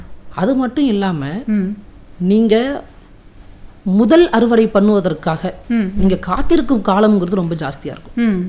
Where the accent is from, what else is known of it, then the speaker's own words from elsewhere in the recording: Karaikal, Puducherry, India; நான் காரைக்கால் மண்ணை சேர்ந்தவன் தான் மேடம். காரைக்கால் கோட்டுச்சேரிக்கு பக்கத்தில் புத்தக்குடிங்கிற கிராமத்திலேருந்து நான் வரேன் மேடம்.